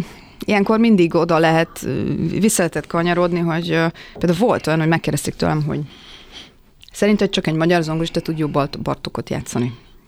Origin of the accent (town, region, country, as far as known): Hungary